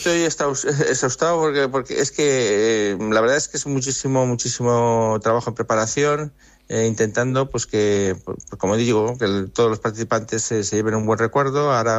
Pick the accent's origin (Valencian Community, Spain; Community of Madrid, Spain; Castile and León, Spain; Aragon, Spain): Castile and León, Spain; Valladolid; las personas que lo hemos promovido somos de aquí, de Valladolid.